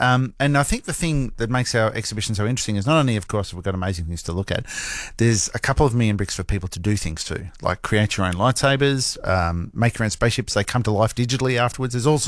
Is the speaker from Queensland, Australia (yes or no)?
no; Melbourne, Victoria, Australia; I'm from Melbourne